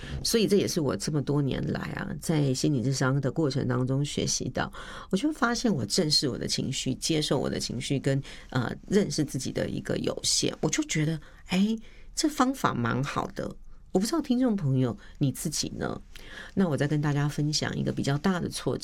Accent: Hualien, Hualien County, Taiwan; born there; 我不知道是不是跟我出生在花莲有关

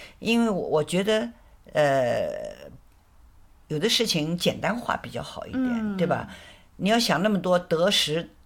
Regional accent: Shouxian, Anhui, China; 然后12号我会到寿县，安徽的寿县。为什么要去呢？因为那个城市是一个很古老的一个城市，我的老家是寿县的，所以我一直想回去看看

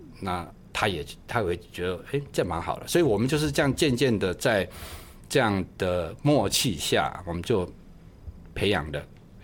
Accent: Taiwan; now in Mainland China; 因为我是台湾人嘛

